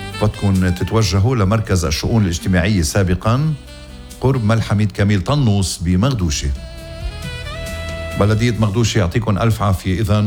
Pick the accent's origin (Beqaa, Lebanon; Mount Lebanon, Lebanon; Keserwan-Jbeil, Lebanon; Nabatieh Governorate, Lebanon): Keserwan-Jbeil, Lebanon; Ghazir; أنا بضلني أقول ضيعتي غزير، ضيعتي مطرح ما ولدت الحدد ومسقط رأسي غزير